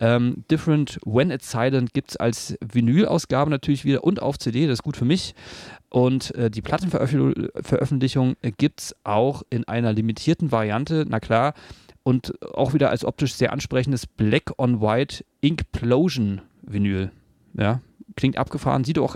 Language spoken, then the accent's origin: German; Berlin, Germany; Also ich komme aus Berlin, war da ist man jetzt mit der Szene, wa?